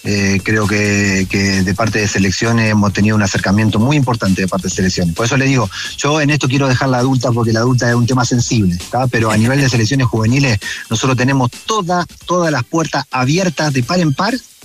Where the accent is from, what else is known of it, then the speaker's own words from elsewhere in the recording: Argentina; Discúlpeme, pero soy argentino, discúlpeme.